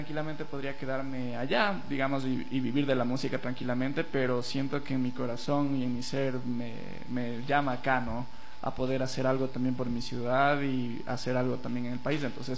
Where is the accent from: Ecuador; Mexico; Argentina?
Ecuador; Soy de Ecuador.